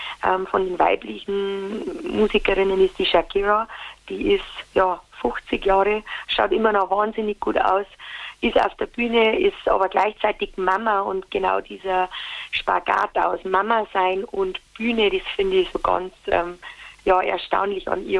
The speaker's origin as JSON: {"language": "German", "region": "Bavaria", "country": "Germany", "accent": "Bavarian", "said": "Heimat und bayerischer Dialekt gehört für mich zusammen, weil Bayern und mein bayerischer Dialekt, das ist meine Heimat, das zeigt mir meine Wurzeln und im bayerischen Dialekt kann ich halt einfach auch so reden, wo sie mir gerade im Moment denke"}